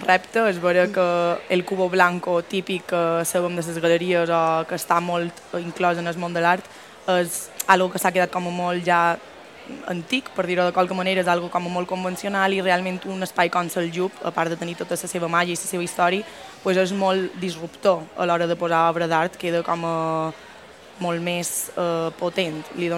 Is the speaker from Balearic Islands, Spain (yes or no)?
yes; Palma, Balearic Islands, Spain; jo soc de Palma